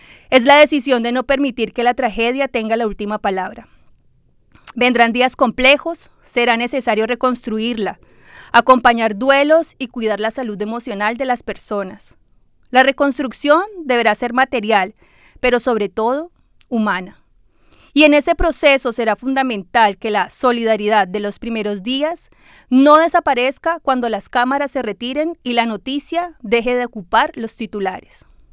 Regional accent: Cali, Valle del Cauca, Colombia; born there; accent: Cali; moved away; Porque Cali no es solamente el lugar de donde venimos, es el acento que conservamos

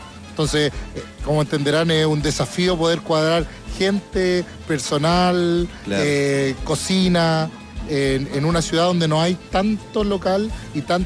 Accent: Santiago, Santiago Metropolitan Region, Chile; moved away as an adult; now in Curicó, Chile; yo soy de Santiago, llevo 10 años viviendo aquí en Curicó

